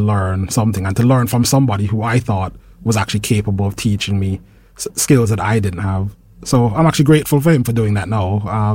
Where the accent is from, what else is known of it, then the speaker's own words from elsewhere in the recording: Montserrat; Growing up in Montserrat